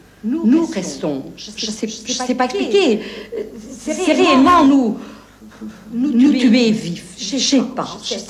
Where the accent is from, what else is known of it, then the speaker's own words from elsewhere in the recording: Laeken, Brussels, Belgium; Je vis tous les jours. Je viens de Laeken. Revoir mon quartier.